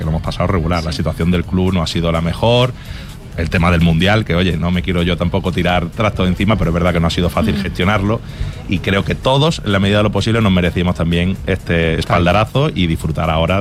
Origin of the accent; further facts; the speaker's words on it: Málaga, Andalusia, Spain; hablo como malagueño y malaguista